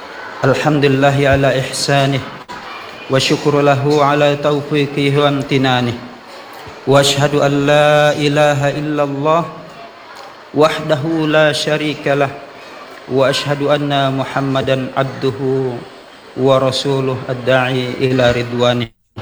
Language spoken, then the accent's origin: Arabic; Indonesia; عن بلدنا إندونيسيا